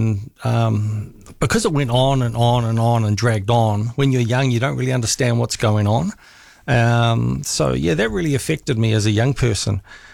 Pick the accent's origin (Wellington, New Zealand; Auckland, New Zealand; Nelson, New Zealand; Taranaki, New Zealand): Auckland, New Zealand; also born or lived in United Kingdom; when I was growing up in East Auckland, a lot of state housing in the area.